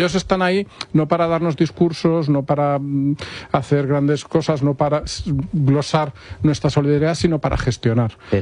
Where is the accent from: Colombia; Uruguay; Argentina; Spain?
Spain; los españoles somos gente normal.